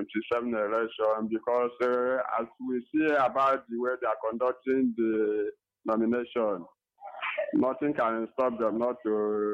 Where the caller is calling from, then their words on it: Nigeria; I'm calling from Akamango.